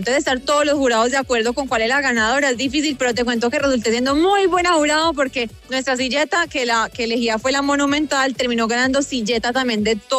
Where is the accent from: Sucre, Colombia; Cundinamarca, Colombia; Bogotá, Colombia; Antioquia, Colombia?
Antioquia, Colombia; porque obviamente como buena paisa y amando los silleteros, siempre los tenía que honrar a ellos.